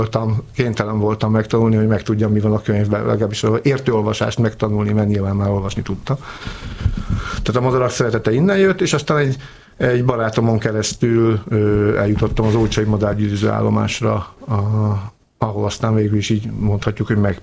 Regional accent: Budapest, Hungary; born or raised there

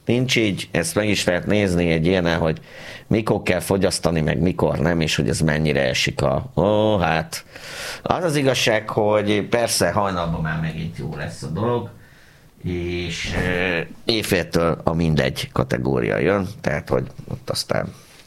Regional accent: Pécs, Baranya, Hungary; én ezt is el tudom mondani, hogy én pécsiként sosem libikókáztam, mert mi döcögőztünk, drága.

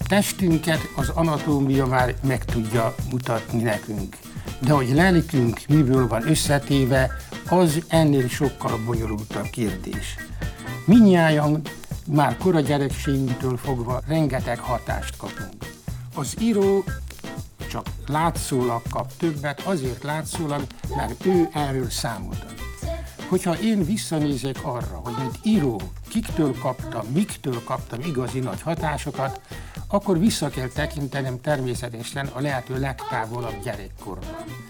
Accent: Tolna, Hungary; az a vidék, ahonnan származom, véletlenül a népdalnak is valóságos meseföldje.

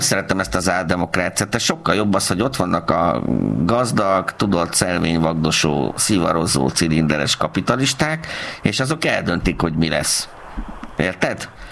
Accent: Baranya, Hungary; meg mit tudom én a Mecsekre is nagyon büszke vagyok, fel félét. És tessék, ott nőttem föl.

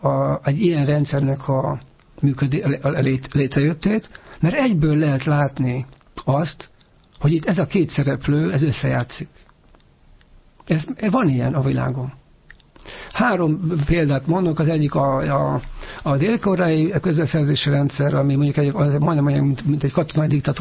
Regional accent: Hungary

